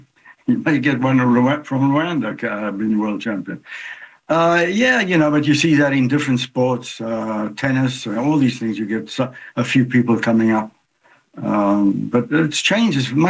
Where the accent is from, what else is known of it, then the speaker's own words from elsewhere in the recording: South Africa; I grew up in South Africa, and yes. South Africa was racing right all the time. I mean, in our little hometown.